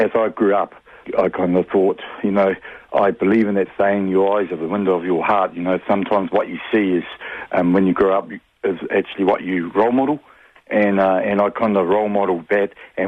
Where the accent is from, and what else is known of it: Hastings, Hawke's Bay, New Zealand; born or raised there